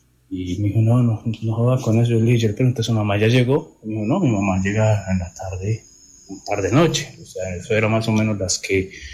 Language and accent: Spanish; Manizales, Caldas, Colombia; Digamos que la historia es en Manizales, yo soy de Manizales.